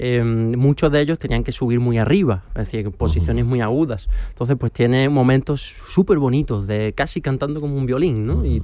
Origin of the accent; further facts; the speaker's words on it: San Roque, Andalusia, Spain; moved away; yo soy de San Roque. Y el pueblecito del Campo de Libertad.